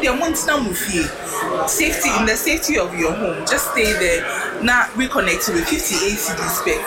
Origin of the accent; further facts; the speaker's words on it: Ghana; As a Ghanaian